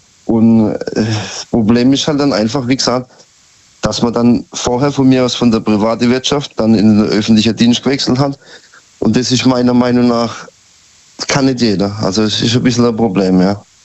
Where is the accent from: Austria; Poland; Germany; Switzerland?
Germany; Karlsruhe, Baden-Württemberg; Ich komme aus Karlsruhe.